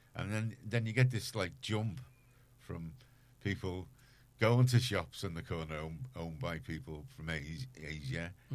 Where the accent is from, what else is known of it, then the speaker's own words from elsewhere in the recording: Garston, North West England, United Kingdom; I grew up in Garston, and you know, there wasn't a lot of black people there, but we used to, you know, we're right by the docks, we used to meet loads of foreigners